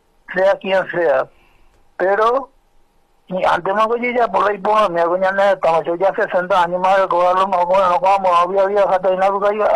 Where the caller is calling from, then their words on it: Paraguay; yo nací colorado, nací liberal, nací en cuantita, soy paraguayo.